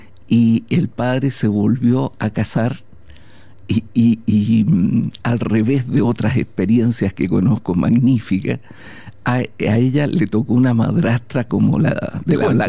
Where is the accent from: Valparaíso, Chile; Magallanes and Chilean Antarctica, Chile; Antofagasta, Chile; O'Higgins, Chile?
Valparaíso, Chile; born there; yo nací en Valparaíso, nací de un matrimonio que entre un emigrante italiano